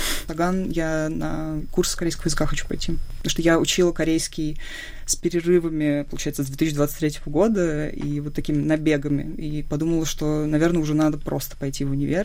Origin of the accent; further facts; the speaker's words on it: Russia; То есть, я прям девочка из России